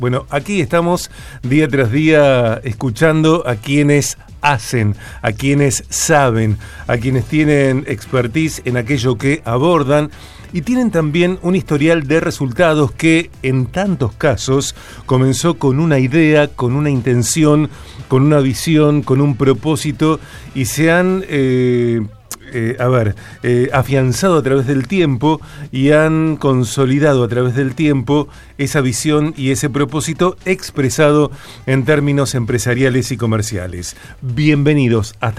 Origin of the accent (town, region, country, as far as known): Rosario, Santa Fe, Argentina